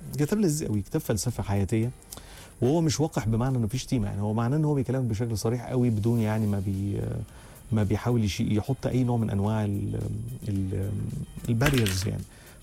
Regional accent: Egypt; احنا دايما عندنا نظره كمصريين كده عامه

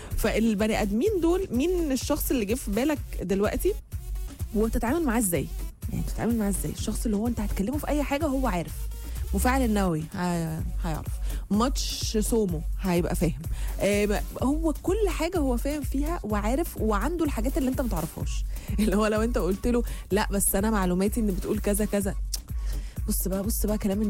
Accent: Egypt; إحنا كلنا كمصريين

